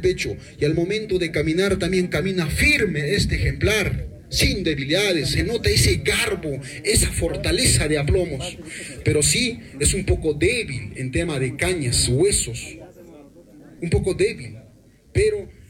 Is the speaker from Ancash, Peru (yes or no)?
no; Coporaque, Cusco, Peru; Yo vengo de Cusco, Espinar, Coporaque.